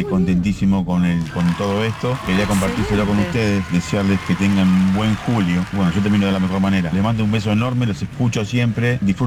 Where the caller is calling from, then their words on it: Olivos, Buenos Aires Province, Argentina; de Olivos.